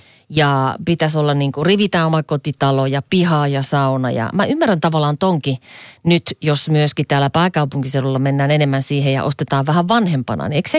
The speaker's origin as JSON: {"language": "Finnish", "town": "Kajaani", "region": "Kainuu", "country": "Finland", "tie": "born or raised there", "moved": "yes", "lives_now": "Helsinki, Finland", "said": "mä oon itse Kajaanista kotosin, ja kun mä mietin mun aikaa nuorena Kajaanissa"}